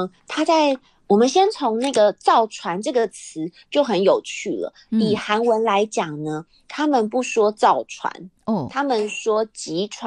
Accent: Taiwan; 就是这些工具其实刚好对于我们台湾人来讲也很陌生

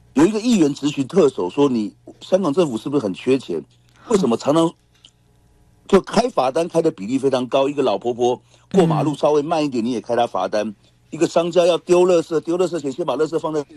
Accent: Taiwan

